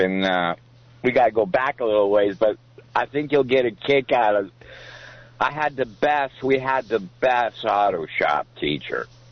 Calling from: Santa Cruz, California, United States; here in Santa Cruz.

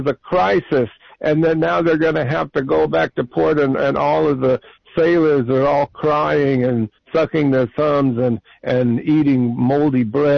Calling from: Salinas, California, United States

